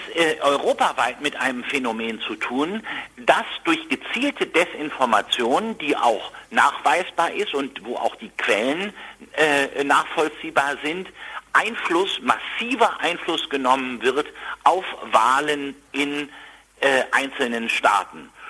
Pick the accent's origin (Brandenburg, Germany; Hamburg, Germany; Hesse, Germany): Brandenburg, Germany; vor allen Dingen hier in meinem Heimatland in Brandenburg